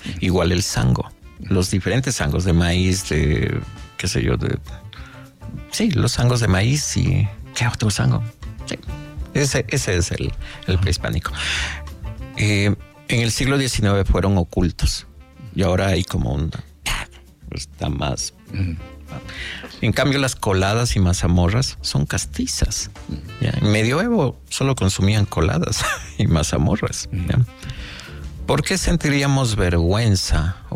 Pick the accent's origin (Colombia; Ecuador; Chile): Ecuador